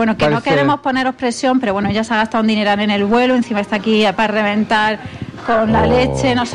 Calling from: Granada, Andalusia, Spain; De Granada.

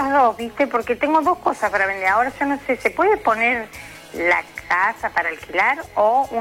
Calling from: Alto Valle, Argentina; a nosotros que somos del Valle

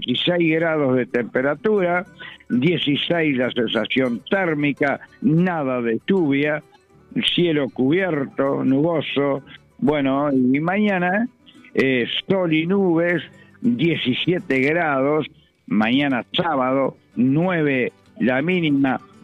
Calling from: Zapicán, Lavalleja, Uruguay

